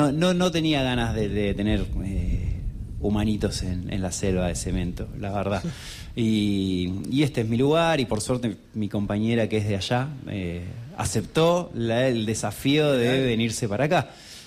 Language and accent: Spanish; Trelew, Chubut, Argentina; born there; moved away as an adult; also born or lived in Buenos Aires; now in Trelew, Argentina; ciudad de Trelew, que viví 20 años en Capital Federal, entonces soy de Trelew, nacido en Trelew, querido en Trelew, pero bueno, me fui a estudiar como le pasa a muchos chicos y chicas que de repente se van para otra ciudad.